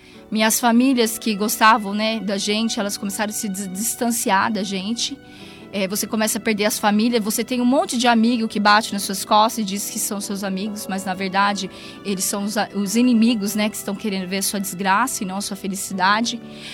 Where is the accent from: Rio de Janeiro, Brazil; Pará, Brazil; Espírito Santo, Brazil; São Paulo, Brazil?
São Paulo, Brazil; Bom Jesus dos Perdões; sou de uma cidade do interior de Bom Jesus Perdões, uma cidade pequena